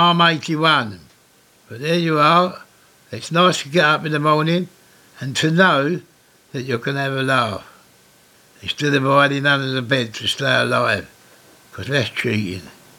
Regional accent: Deptford, London, United Kingdom; born there; I was born in Deptford 81 years ago. Keep this to yourself. I was born in Edgewood Street.

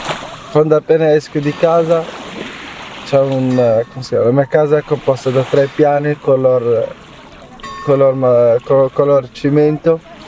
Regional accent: Morocco; moved away; ho 24 anni, vengo dal Marocco, la mia città si chiama Stai Bensale.

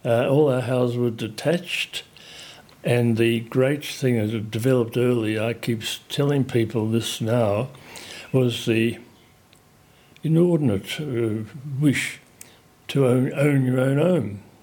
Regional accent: Australia; being an Australian in the 1950s

